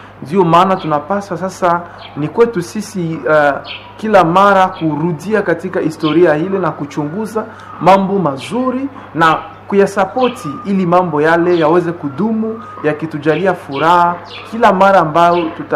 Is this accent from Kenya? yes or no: no; Bukavu, South Kivu, DR Congo; moved away; natokea arsidioseze ya Bukavu na naishi hapa Kamel, na ninakuwa nikifanya mafunzo ya maisha ya kitawa hapa katika familia kuu ya Waugustino wa Assumption.